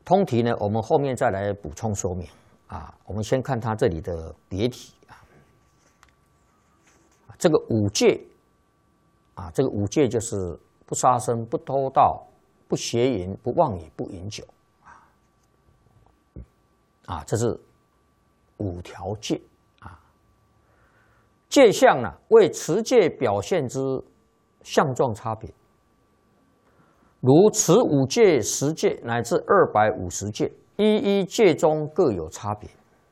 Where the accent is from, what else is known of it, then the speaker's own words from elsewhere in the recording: China; 一般我们中国人讲啊，盖房子啊，坐北朝南啊